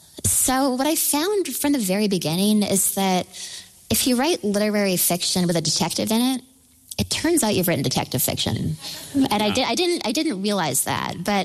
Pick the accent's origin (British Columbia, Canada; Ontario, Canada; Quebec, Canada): British Columbia, Canada; Denman Island; And I'm from Denman Island, British Columbia. It's about 1,000 people. It's definitely more deer than people.